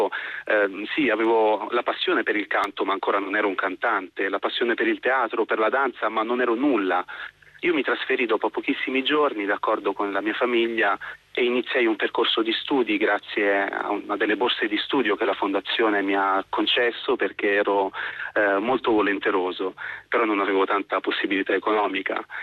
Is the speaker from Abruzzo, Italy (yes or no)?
no; Apulia, Italy; io facevo teatro con i miei amici nel mio paese, in provincia di Bari.